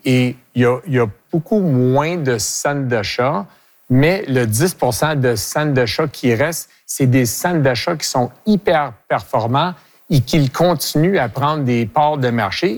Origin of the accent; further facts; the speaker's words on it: Quebec, Canada; Écoute, je suis fier québécois. Je suis, mais j'étais né ici. Mes parents ont été nés ici. Mes grands-parents ont été nés ici. J'étais éduqué en français.